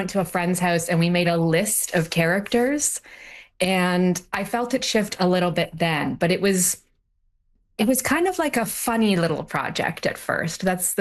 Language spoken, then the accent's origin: English; Kirkland Lake, Ontario, Canada; moved away; I very much experience my hometown as I am.